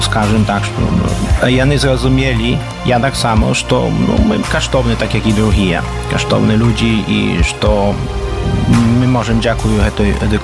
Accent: Poland; Вядома, што мы жывем у Польшчы, но мы павінны помніць, хто мы, што у нас ёсць і другая мова, і другая рэлігія.

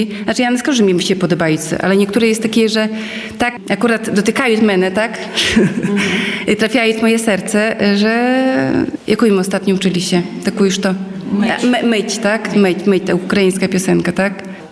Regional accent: Łosinka, Podlaskie Voivodeship, Poland; ja na przykład dojeżdżaję z Hajnówki, ale pochodzę z Łosinki i też jakby, no, związana no, sercem z Łosinką, tak, bo tutaj wychowała się, tutaj chodziła do szkoły, tutaj rodzice żyli

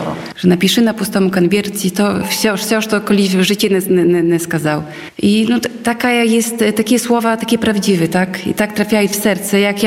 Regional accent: Łosinka, Podlaskie Voivodeship, Poland; now in Hajnówka, Poland; ja na przykład dojeżdżaję z Hajnówki, ale pochodzę z Łosinki i też jakby, no, związana sercem z Łosinki, tak, bo tutaj wychowała się, tutaj chodzi do szkoły, tutaj rodzice żyli

